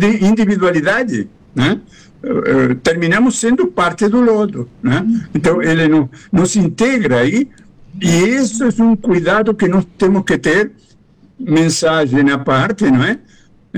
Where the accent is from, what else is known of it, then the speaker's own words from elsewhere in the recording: Argentina; moved away; um tango da minha terra